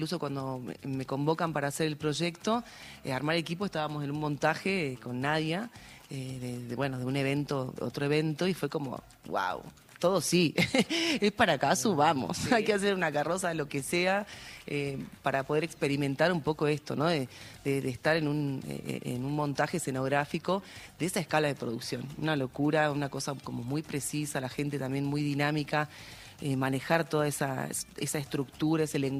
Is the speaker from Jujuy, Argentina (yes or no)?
yes; Jujuy, Argentina; yo soy jujeña.